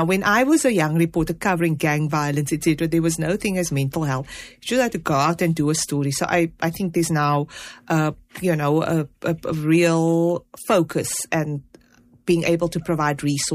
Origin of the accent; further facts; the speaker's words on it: Cape Town, Western Cape, South Africa; moved away as an adult; now in Johannesburg, South Africa; we come from the Cape Flats. When people say, oh, which school did you go to? I'm like, I went to a school in Mitchells Plain